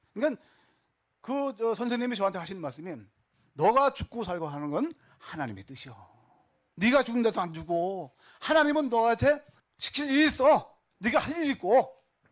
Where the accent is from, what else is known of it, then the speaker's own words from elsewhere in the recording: North Korea; now in South Korea; 해서 난 북한 놈 맞아.